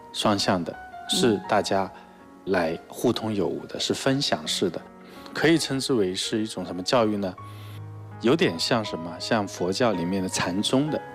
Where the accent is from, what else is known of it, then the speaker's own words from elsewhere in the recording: Zhejiang, China; 因为我是浙江人啊